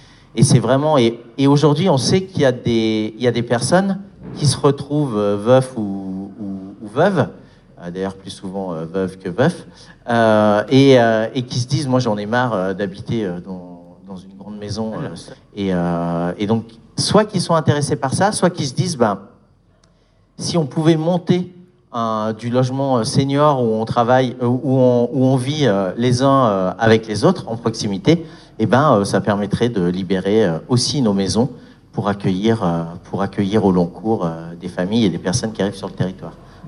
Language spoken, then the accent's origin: French; Grenoble, Auvergne-Rhône-Alpes, France; On a lancé Cohabiton parce que moi, je viens de Grenoble.